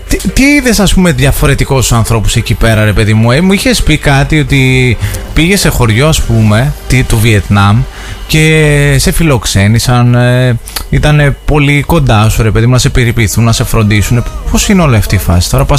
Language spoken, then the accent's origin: Greek; Stagira, Central Macedonia, Greece; το χωριό μου Στάγυρα Χαλκιδικής